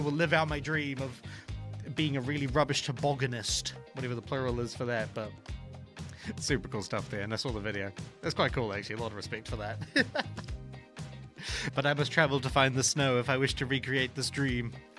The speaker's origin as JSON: {"language": "English", "region": "Wellington", "country": "New Zealand", "tie": "born or raised there", "also_born_or_lived": "Paraparaumu (uncertain)", "said": "I grew up in Wellington. I grew up in Pornicking."}